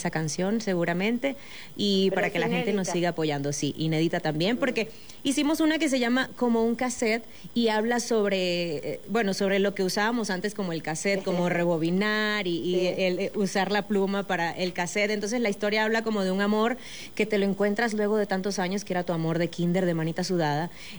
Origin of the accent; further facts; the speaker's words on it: Venezuela; Yo, por ejemplo, soy venezolana